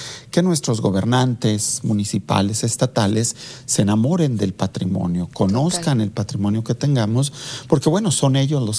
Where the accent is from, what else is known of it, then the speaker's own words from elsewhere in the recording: Aguascalientes, Mexico; Si nosotros que somos de Aguascalientes no conocemos lugares como el Acueducto del Saucillo